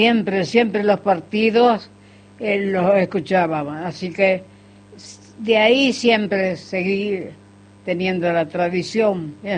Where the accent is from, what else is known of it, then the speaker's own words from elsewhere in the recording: Nueva Galia, San Luis, Argentina; moved away; Mi querido pueblito, que lo adoro, porque yo nací ahí, me crié ahí todo. Yo tengo familiares en Nueva Galia